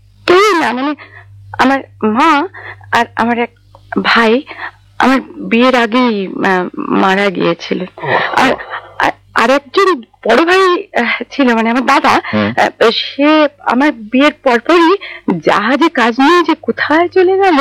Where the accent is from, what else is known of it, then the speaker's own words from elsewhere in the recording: West Bengal, India; 24 পরগনার এক অজ পাড়ানো আমার বাড়ি ছিল, দাদা ছিলেন সেখানকার একটা প্রাথমিক স্কুলের শিক্ষক।